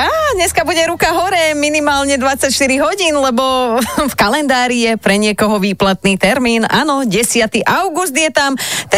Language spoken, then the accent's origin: Slovak; Borovce, Trnava Region, Slovakia; boli sme na hodoch u nás v Borovciach.